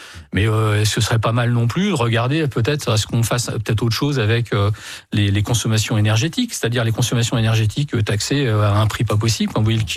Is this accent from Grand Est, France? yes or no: no; Hauts-de-France, France